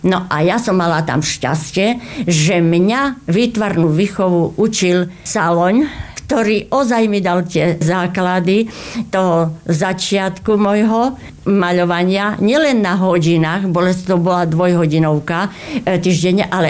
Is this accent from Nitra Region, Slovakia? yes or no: yes; Veľké Zálužie, Nitra Region, Slovakia; Ja som rodačka z Veľkých Zalužic, kde môj starý otec dostal prvú miestnenku ako prvý riaditeľ školy. Tam sa narodil aj môj otec v Zalužiciach